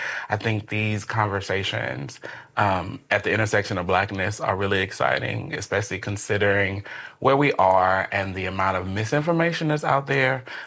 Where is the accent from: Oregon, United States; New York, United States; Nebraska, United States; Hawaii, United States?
Nebraska, United States; Omaha; But I am a proud native Nebraskan, born and raised in Omaha, Nebraska, North Omaha, Nebraska, the birthplace of Malcolm X.